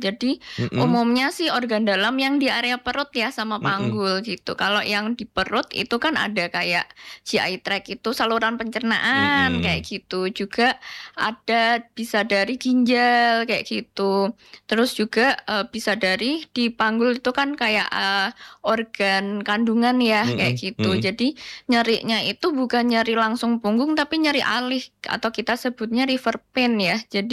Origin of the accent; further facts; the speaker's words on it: Java, Indonesia; Saya Jawa.